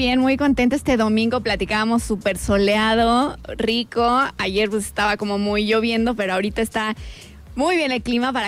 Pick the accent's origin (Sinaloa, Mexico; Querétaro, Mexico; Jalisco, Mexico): Querétaro, Mexico; De aquí, de Querétaro.